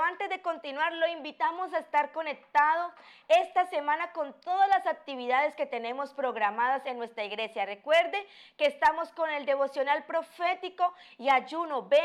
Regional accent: Colombia

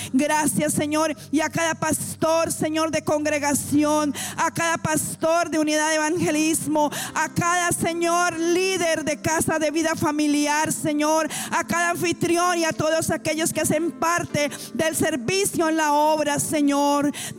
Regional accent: Colombia; como colombianos, ponemos a Colombia en tus manos, Señor.

